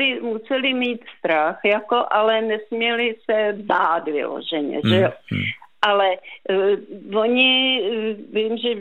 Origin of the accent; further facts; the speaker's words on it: Skryje, Central Bohemian Region, Czechia; Ne, já pocházím ze Skrej